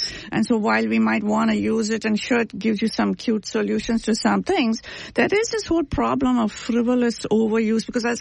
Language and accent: English; India; moved away; I'm originally from India